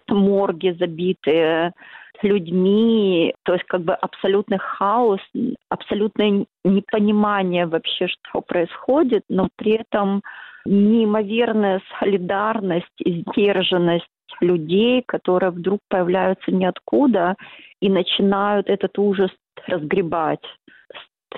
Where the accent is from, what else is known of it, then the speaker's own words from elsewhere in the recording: Kyiv, Ukraine; родилась и выросла в Киеве.